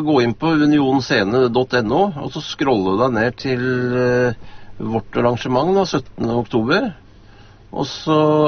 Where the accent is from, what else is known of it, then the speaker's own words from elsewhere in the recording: Lørenskog, Akershus, Norway; moved away; Så jeg kommer jo egentlig fra Lørenskog. Jeg vokste opp da.